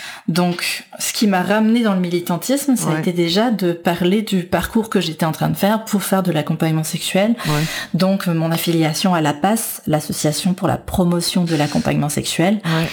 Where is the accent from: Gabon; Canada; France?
Canada; on se sent moins vulnérable, je crois, quand on est canadienne, quand on n'a plus de 18 ans